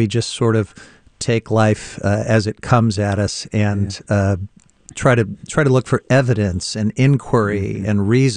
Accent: Independence, Missouri, United States; I grew up in Independence, Missouri, known for a couple things, Harry Truman's hometown for one

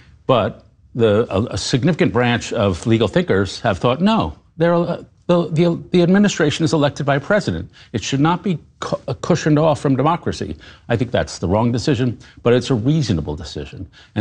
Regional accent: New York, United States; New York's my hometown. I love it.

